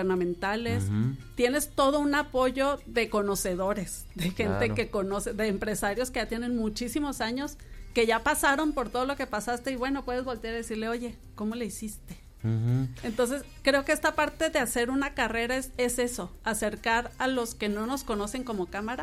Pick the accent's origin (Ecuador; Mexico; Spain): Mexico; Y como buenos mexicanos, pues festejando.